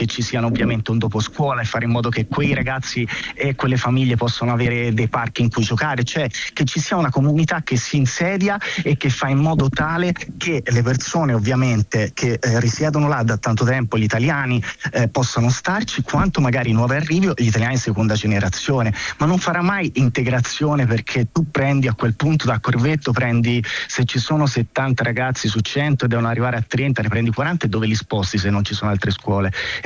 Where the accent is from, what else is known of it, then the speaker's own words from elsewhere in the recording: Prato, Tuscany, Italy; now in Rome, Italy; così come io sono originario di Prato, che è, come sapete, uno dei casi nazionali in cui ci sono più stranieri assieme a Milano